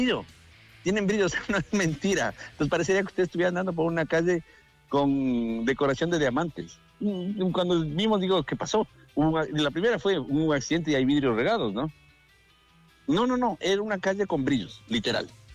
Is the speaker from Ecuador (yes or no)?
yes; Ecuador; para nosotros como ecuatorianos